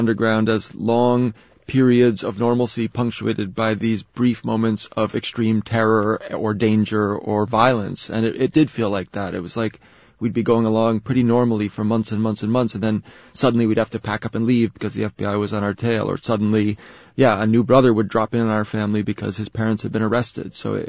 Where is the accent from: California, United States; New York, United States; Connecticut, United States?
New York, United States; Harlem; No, I was raised mostly in Harlem, and my dad worked as a baker and then a preschool teacher. My mom was a waitress.